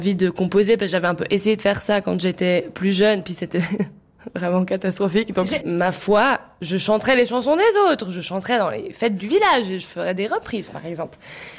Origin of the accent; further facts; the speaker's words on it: Galicia, Spain; moi, je viens du nord de l'Espagne, je viens de Galice. Puis c'est pas du tout dans notre culture.